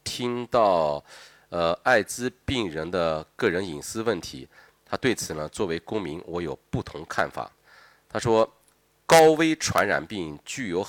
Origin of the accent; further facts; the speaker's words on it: Anhui, China; 我就是咱们老家这个望营那边